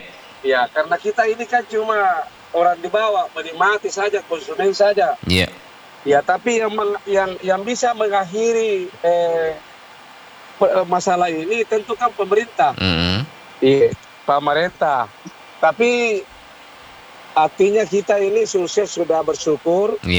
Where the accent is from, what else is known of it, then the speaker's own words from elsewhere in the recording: South Sulawesi, Indonesia; kita orang Sulsel ini